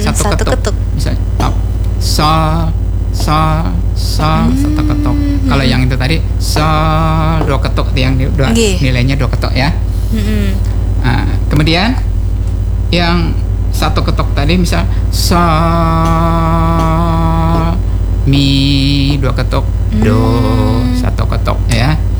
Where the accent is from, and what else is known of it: South Kalimantan, Indonesia